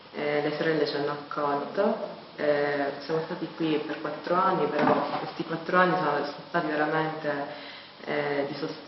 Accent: Palermo, Sicily, Italy; Ora mi sto preparando per partire a Torino e continuare gli altri 2 anni di studio. Sono nata e cresciuta qui a Palermo.

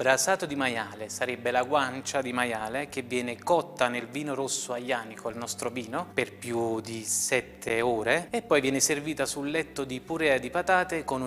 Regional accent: Taurasi, Campania, Italy

